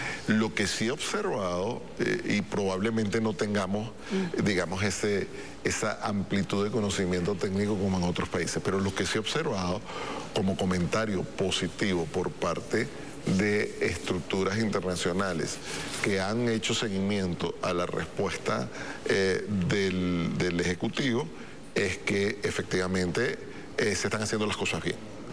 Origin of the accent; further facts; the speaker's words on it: Venezuela; gracias a Dios que somos venezolanos